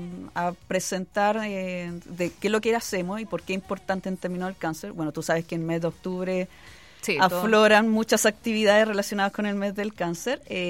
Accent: Valparaíso, Chile; Mira, y como salimos de distintas partes, pues como te digo, somos de Concón, Viña, Valparaíso, etcétera, nos vamos organizando para irnos en los autos respectivos.

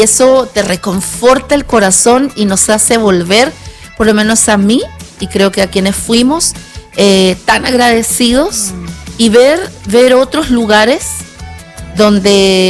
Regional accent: Chile; nosotros como chilenos

